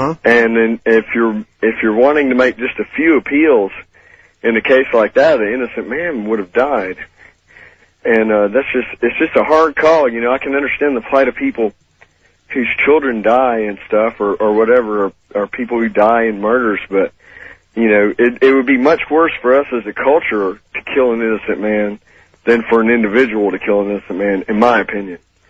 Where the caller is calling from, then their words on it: Tuscaloosa, Alabama, United States; I'm from Tuscaloosa, Alabama.